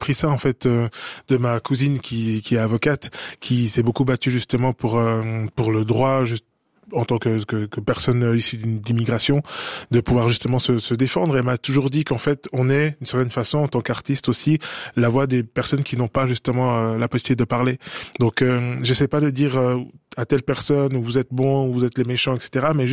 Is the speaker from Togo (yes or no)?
no; Neuchâtel, Switzerland; Moi, je suis originaire de Neuchâtel, donc j'ai eu le NIF il y a pas très longtemps.